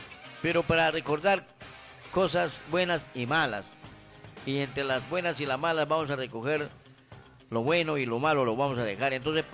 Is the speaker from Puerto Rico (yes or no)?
no; Peru; Así somos los peruanos.